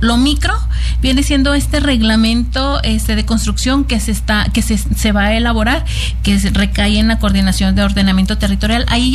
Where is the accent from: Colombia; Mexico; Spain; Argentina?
Mexico; finalmente somos mexicanos